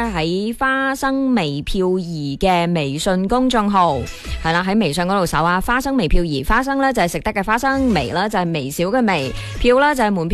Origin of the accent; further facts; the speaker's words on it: Guangdong, China; 最关键系喂，作为广东人嚟讲啊，总有那么一两首。